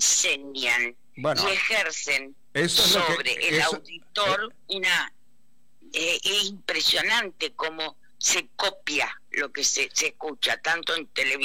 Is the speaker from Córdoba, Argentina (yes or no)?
no; Santa Fe, Argentina; moved away; Todos sabemos que los santafesinos tenemos nuestra tonada, que nos comemos las heces, que utilizamos un montón de palabras como el tema de galletitas.